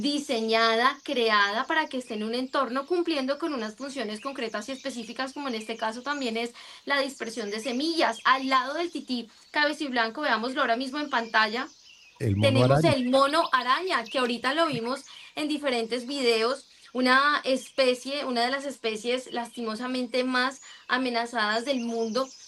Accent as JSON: {"language": "Spanish", "country": "Colombia", "said": "nosotros como colombianos"}